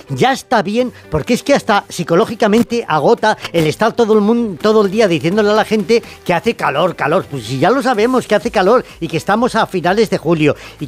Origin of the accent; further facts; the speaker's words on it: Fermoselle, Castile and León, Spain; donde el fuego está atizando como en Fermosella, en mi tierra